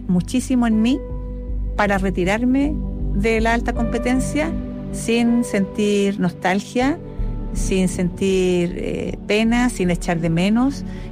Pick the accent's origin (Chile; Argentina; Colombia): Chile